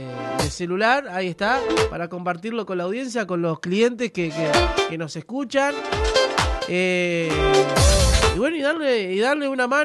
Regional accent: Tacuarembó, Uruguay; para representarnos como tacuarembuenses, uruguayos también.

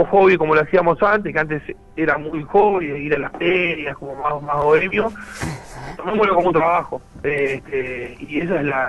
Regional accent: Uruguay; somos de Uruguay.

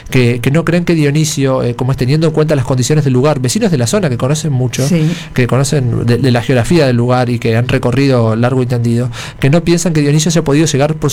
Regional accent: Montevideo, Uruguay; de Montevideo, del barrio del Prado.

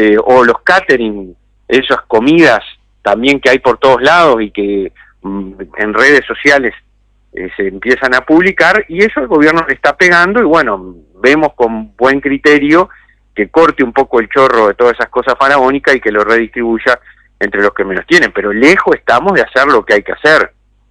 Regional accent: Tacuarembó, Uruguay; a mí en Tacuarembó de chiquito

